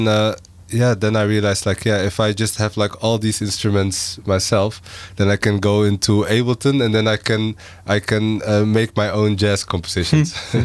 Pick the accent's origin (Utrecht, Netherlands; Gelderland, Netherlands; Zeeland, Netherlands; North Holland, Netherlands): Utrecht, Netherlands; Yes, I'm from Utrecht.